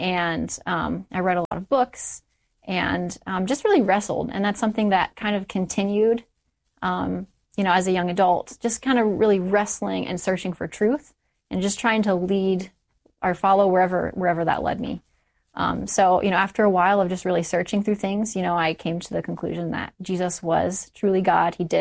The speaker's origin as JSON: {"language": "English", "region": "Florida", "country": "United States", "tie": "born or raised there", "said": "In Florida."}